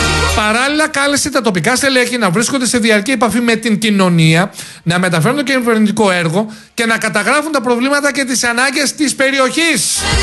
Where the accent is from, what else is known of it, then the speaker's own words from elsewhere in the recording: Greece; εμείς σαν λαός, σαν Έλληνες